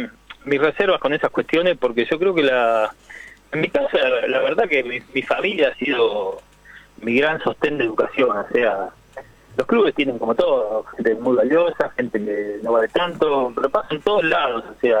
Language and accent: Spanish; General Belgrano, Buenos Aires Province, Argentina; fue la primera vez que mi pueblo entraba a una liga en La Plata.